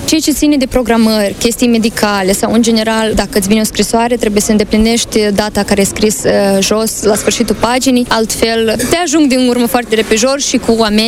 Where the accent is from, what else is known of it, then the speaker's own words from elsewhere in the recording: Moldova; noi ca moldoveni